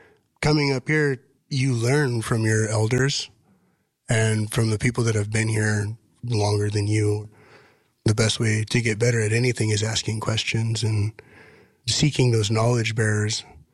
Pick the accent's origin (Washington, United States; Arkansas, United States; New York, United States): Washington, United States; moved away as an adult; now in Kasaan, United States; I grew up down in Washington, and being Alaskan native